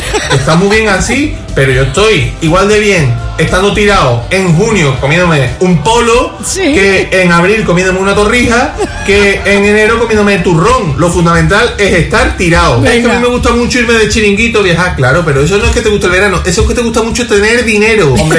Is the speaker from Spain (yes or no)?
yes; San Fernando, Andalusia, Spain; born there; a mí, que prácticamente nací en Bahía Sur, que aprendí a amar en la Punta San Felipe